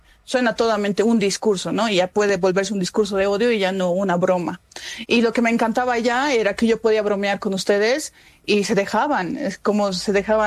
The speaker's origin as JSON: {"language": "Spanish", "region": "Jujuy", "country": "Argentina", "said": "Y yo les decía, soy de Jujuy, ¿no? Soy de Jujuy"}